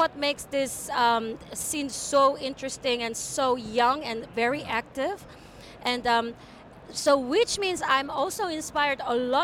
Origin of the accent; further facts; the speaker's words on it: South Korea; English is a second language; also born or lived in United States; now in Netherlands; I'm originally from South Korea. And I lived in a various country. Before I came to the Netherlands, I was in US for a while.